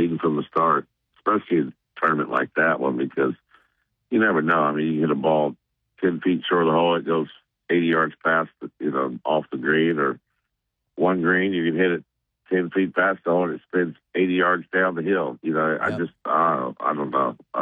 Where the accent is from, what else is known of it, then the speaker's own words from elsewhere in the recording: Arkansas, United States; growing up in Arkansas, it was Lakers or Celtics back then